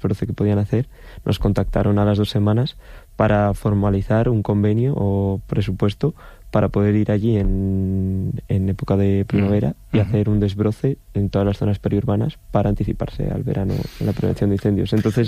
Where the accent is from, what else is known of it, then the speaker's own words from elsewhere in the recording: Cerceda, Galicia, Spain; yo viviendo en Cerceda vivía en mi pueblo, pero ya nací en el 2001